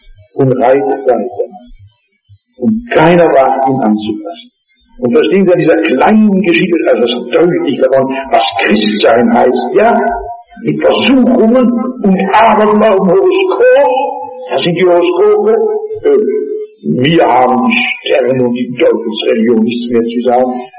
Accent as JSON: {"language": "German", "region": "Rhineland", "country": "Germany", "said": "ich komme aus dem Rheinland"}